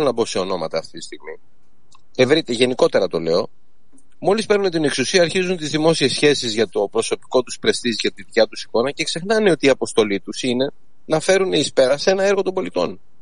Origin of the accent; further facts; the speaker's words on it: Karystos, Central Greece, Greece; επειδή είμαι από την Νότιο Εύβοια, έλκω την καταγωγή από την Κάριστο, όπως ξέρετε